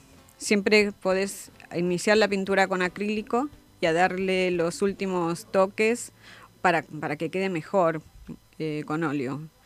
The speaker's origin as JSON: {"language": "Spanish", "region": "San Juan", "country": "Argentina", "moved": "yes", "lives_now": "Buenos Aires, Argentina", "said": "Soy porteña, sí. Por adopción."}